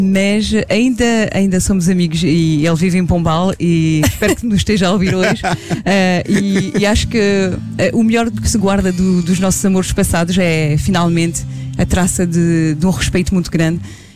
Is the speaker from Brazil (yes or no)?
no; France; moved away as an adult; now in Portugal; Nasci em França e sempre vivi lá, só mudei para Portugal quando tive filhos.